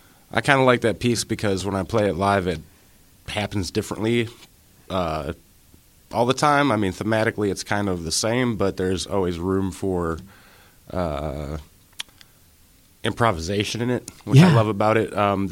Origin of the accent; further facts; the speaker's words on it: Ohio, United States; I'm from Cleveland. I grew up outside of Cleveland in a really small little town right on Lake Erie, which I'm living back in again now.